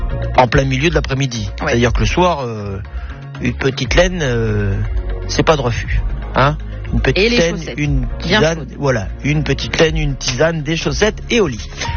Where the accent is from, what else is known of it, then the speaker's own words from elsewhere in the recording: the north of France, France; moved away; moi je viens du nord de la France